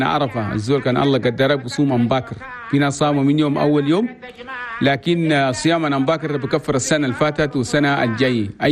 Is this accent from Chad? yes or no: yes; Chad; الله يجيب لنا العافية والسلام والاستقرار والراحة والخريف العديل في بلدنا تشاد